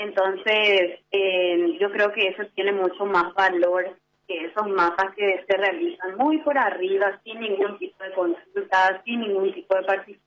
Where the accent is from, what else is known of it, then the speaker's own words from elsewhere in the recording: Asunción, Paraguay; Nosotros seguimos diciendo que somos del Bañado y que en el Bañado hay diversos barrios, diversas comunidades